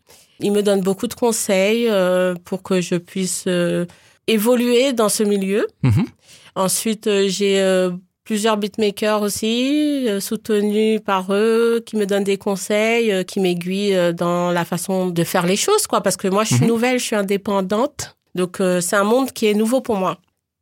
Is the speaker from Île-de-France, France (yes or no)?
yes; Paris, Île-de-France, France; also born or lived in Guadeloupe; de base je suis parisienne donc voilà je suis d'origine guadeloupéenne mais née à Paris mm-hmm. j'ai vécu à Paris dans la banlieue parisienne